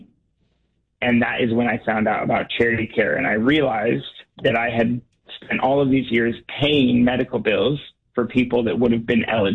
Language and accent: English; Portland, Oregon, United States; So I grew up in Portland, Oregon.